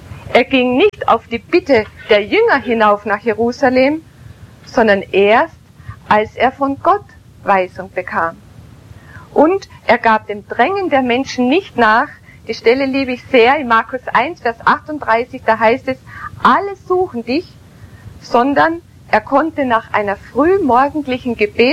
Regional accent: Austria; moved away as an adult; now in Germany; Ich bin Österreicherin und komme aus einem katholischen Elternhaus

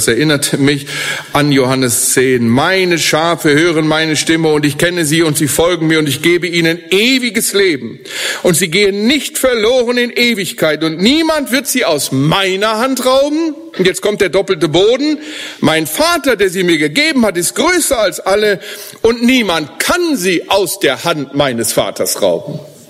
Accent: Steinbach, Germany; als ich in Steinbach in meinem Heimatort jemanden beerdigen musste

